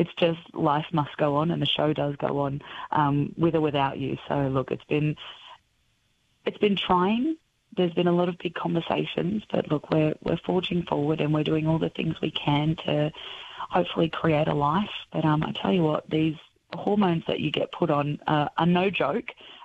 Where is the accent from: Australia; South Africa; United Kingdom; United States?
Australia; Bankstown, New South Wales; Look, I grew up in Bankstown, and, you know, our family getaways were down the south coast